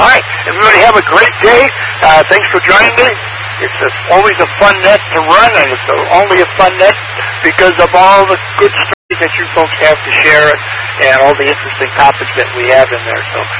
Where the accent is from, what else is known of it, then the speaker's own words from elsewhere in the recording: Toledo, Ohio, United States; moved away; I'm from the Toledo area originally.